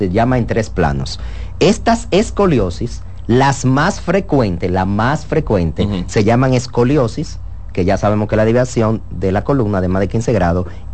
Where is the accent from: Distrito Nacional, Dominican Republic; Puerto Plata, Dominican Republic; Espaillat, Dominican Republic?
Puerto Plata, Dominican Republic; Yo soy de Puerto Plata.